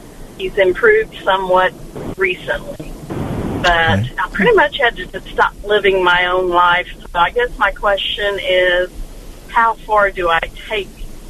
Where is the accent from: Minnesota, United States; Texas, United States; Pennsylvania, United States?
Texas, United States; Houston; I'm from the Houston area and moved to Louisiana to be closer to him.